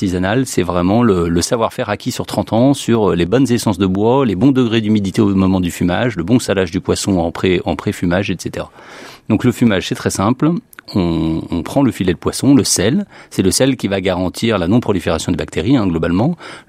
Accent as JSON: {"language": "French", "region": "Auvergne-Rhône-Alpes", "country": "France", "said": "Donc on est de la Dombes, on aime le poisson, on a été bercé avec, et reprendre une société dans ce patrimoine culturel et dans cette zone géographique, pour nous, c'était une évidence."}